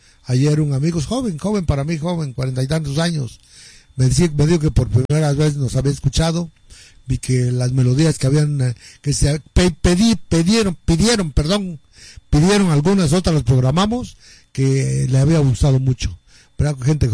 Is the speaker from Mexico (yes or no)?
yes; Mexico; a mi gente de acá de San Pablo y Tepec, chulo mi pueblo.